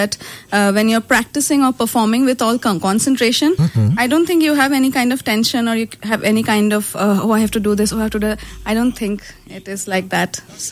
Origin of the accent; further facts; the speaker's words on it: India; I am from India